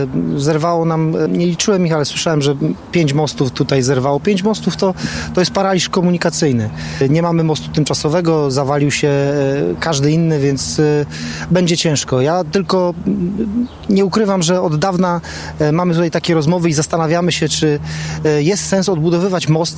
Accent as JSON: {"language": "Polish", "town": "Bodzanów", "region": "Opole Voivodeship", "country": "Poland", "said": "Ja akurat jestem z Bodzanowa"}